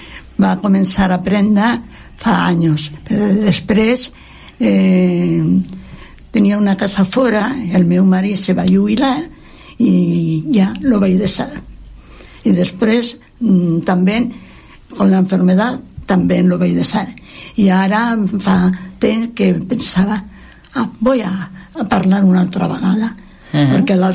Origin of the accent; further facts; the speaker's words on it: Aragon, Spain; Catalan is a second language; now in Catalonia, Spain; Jo soc d'Aragó, de la part de les cinc villes